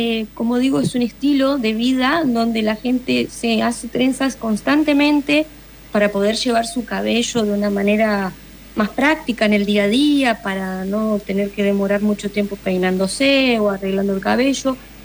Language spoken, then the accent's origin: Spanish; Argentina; now in Brazil; O sea que yo como argentina tengo muchísimo, muchísimo respeto hacia Brasil y estoy muy, muy agradecida por todo lo que me ha ofrecido durante estos 4 años, a mí y a mis hijas.